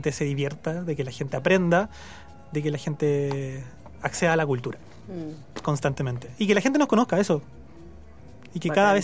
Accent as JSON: {"language": "Spanish", "town": "Quillota", "region": "Valparaíso", "country": "Chile", "tie": "born or raised there", "said": "Soy de Quillota, entonces me trié en el campo. Uh-huh. O sea, yo no me trié con mar, con playa. Me trié con el río, lo trié con Cagua."}